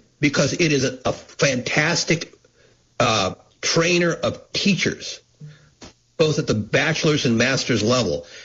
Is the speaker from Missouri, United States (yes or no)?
yes; Missouri, United States; in my home state of Missouri.